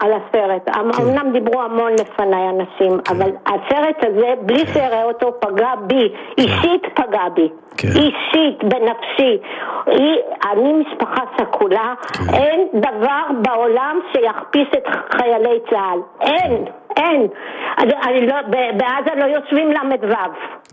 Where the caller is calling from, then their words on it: Holon, Tel Aviv District, Israel; אני מחולון